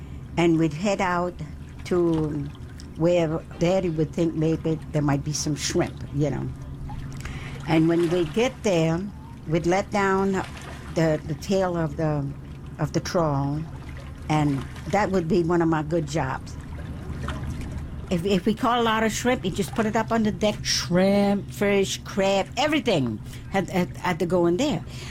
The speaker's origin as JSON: {"language": "English", "region": "Louisiana", "country": "United States", "tie": "born or raised there", "said": "I was born and raised around and in Manila Village because my father was a fisherman, and the boat that we lived in was my home."}